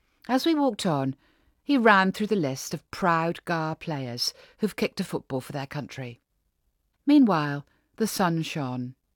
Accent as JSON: {"language": "English", "town": "Bristol", "region": "South West England", "country": "United Kingdom", "tie": "born or raised there", "said": "Growing up in Bristol in the 1960s, my dad used to push me under the turnstiles at Ashton Gate, the city ground."}